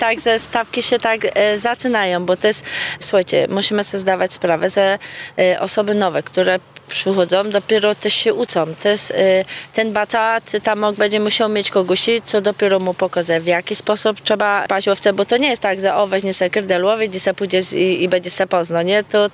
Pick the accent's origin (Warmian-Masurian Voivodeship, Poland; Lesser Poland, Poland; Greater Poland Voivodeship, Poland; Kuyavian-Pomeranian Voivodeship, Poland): Greater Poland Voivodeship, Poland; Ja też pochodzę z Wielkopolski